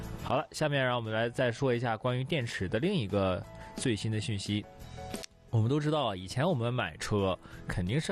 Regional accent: Northeast China, China; 我们东北人非常喜欢这个省份

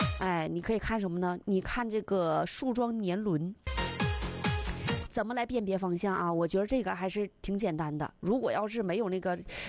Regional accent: Jilin, China; moved away as an adult; now in Dehui, China; 作为一个吉林姑娘啊，我们家那块那山那是啥样的呀？

